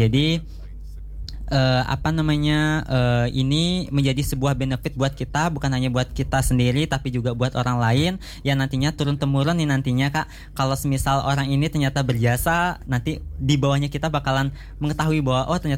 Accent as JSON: {"language": "Indonesian", "town": "Menyali", "region": "Bali", "country": "Indonesia", "said": "terutama di desa saya sendiri, desa Menyali"}